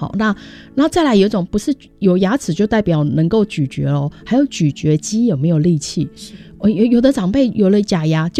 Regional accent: Taiwan; 我们台湾人很多老人家喜爱吃空麻好了、

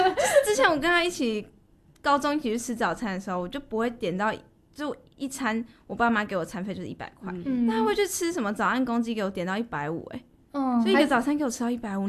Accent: Taichung, Taiwan; now in Taipei, Taiwan; 我是台中人

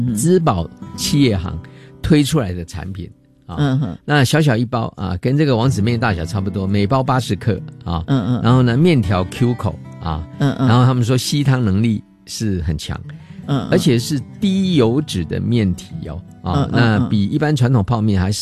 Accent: Taiwan; 对对，哎，我在台湾长大，我居然不知道有公主面

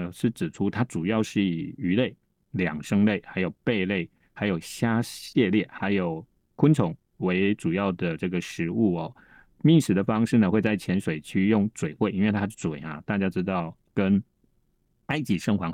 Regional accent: Taiwan; 我们台湾人很多都去过日本

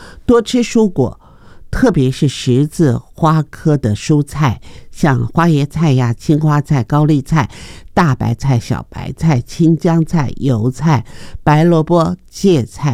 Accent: Taiwan; 我们台湾人

